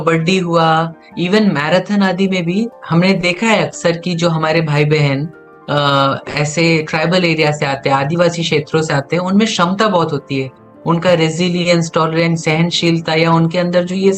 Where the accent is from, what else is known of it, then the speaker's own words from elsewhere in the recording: Chhattisgarh, India; क्योंकि मैं खुद भी छत्तीसगढ़ से हूँ तो मुझे इस चीज का पता है, क्योंकि हमारी भाषा या हमारे पहनावे या बोलचाल में एक सादगी है